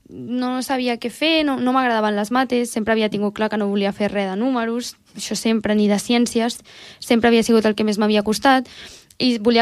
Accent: Tordera, Catalonia, Spain; also born or lived in Calella; tota la vida a Tordera

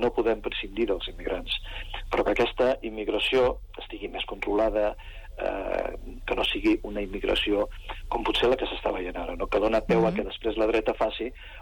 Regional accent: Barberà de la Conca, Catalonia, Spain; jo vinc de Barberà de la Conca, que és un municipi que té 426 habitants. És a dir, conec una mica la situació. I abans era poble pagès, tothom vivia i treballava allí.

